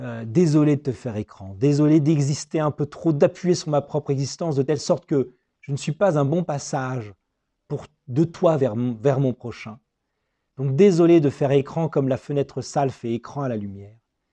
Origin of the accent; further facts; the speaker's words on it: Metz, Grand Est, France; born there; moi je suis né à Metz en France